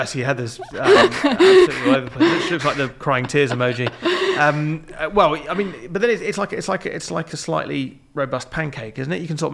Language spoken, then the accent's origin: English; Reading, South East England, United Kingdom; also born or lived in London; now in Stoke-on-Trent, United Kingdom; I'm from a little place called Reading, which people always say is up and coming, which doesn't say anything about what it is now. It just means that it has been worse, basically. Reading's actually fine. It's kind of nice.